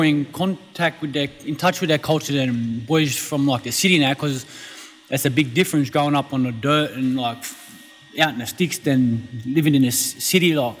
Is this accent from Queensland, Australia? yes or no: no; Mount Druitt, New South Wales, Australia; My dad's Kuria, my mum's white. I grew up in Mount Druitt all my life.